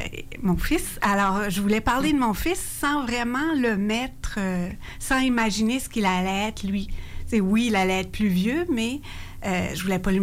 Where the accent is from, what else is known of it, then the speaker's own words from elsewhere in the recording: New Brunswick, Canada; moved away as an adult; also born or lived in Montreal; now in Quebec City, Canada; moi, je viens du Nouveau-Brunswick